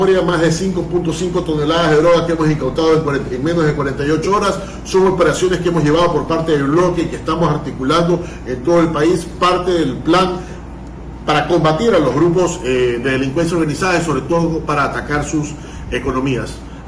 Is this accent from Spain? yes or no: no; Ecuador; Lo que esperamos nosotros como gobierno, como ecuatorianos, es que después de haber demostrado todo lo que ellos han cometido